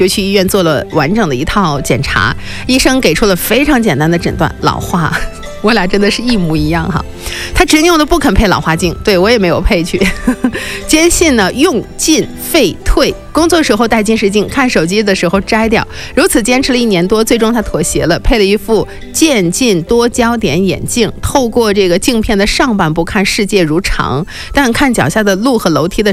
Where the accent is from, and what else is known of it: China